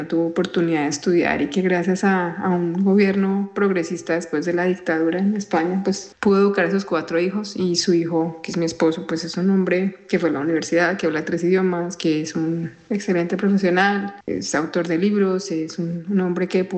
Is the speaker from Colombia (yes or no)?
yes; Colombia; Y a nosotros como colombianos